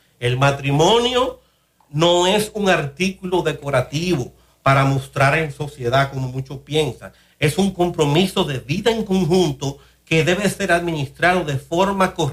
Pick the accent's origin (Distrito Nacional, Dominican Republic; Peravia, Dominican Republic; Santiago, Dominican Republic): Santiago, Dominican Republic; Santiago de los Caballeros; Yo soy de Santiago.